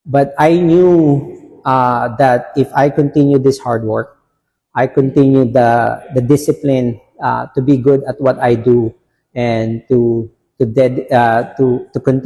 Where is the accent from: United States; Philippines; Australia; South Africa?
Philippines; being part of that team, being a Filipino, bringing something new, innovative, it is definitely something that I could be proud of.